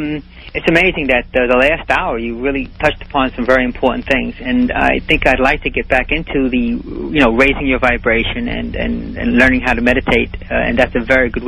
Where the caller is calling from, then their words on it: New York, United States; And I am from New York